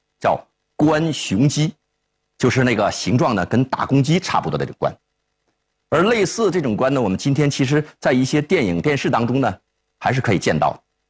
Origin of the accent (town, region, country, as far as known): China